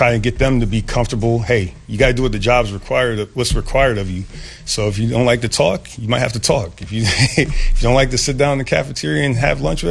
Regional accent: Waterbury, Connecticut, United States; here I'm a kid from Waterbury, Connecticut.

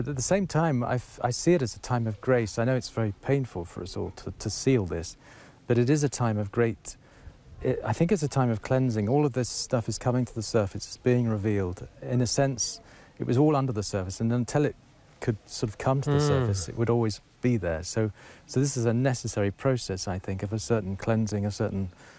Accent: Canterbury, South East England, United Kingdom; It was I was brought up Anglican in Canterbury, in fact.

